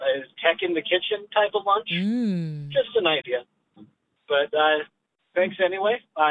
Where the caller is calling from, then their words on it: Utah, United States; calling from sunny southern Utah.